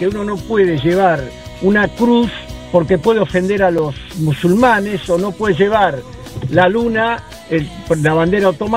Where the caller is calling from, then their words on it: Argentina; Yo soy argentino